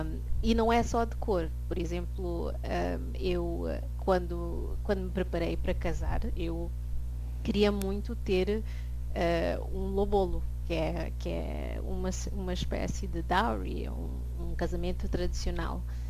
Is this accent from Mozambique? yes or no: yes; Mozambique; moved away; also born or lived in London